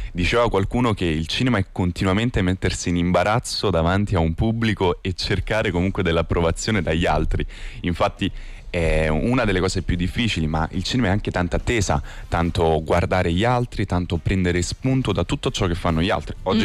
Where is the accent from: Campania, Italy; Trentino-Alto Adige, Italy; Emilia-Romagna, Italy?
Campania, Italy; Naples; Io sono originario di Napoli.